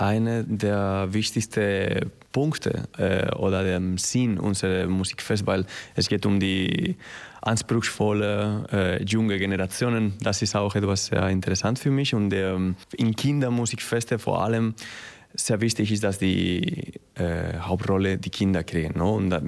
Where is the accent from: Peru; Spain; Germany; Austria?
Spain; Madrid, Community of Madrid; German is a second language; also born or lived in Alicante; Ich komme aus Madrid.